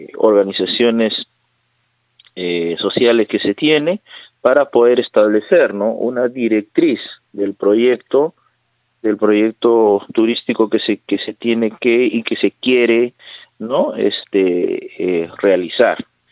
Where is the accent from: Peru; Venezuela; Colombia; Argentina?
Peru; Ite, Tacna; para todos los iteños y para todos mis paisanos